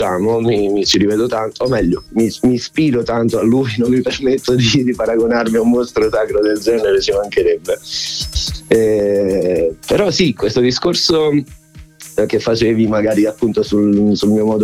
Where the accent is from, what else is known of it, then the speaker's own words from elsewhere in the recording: Sassano, Campania, Italy; also born or lived in Bologna; il mio luogo di origine, la provincia di Salerno. Io sono nato e cressuto a Sassano.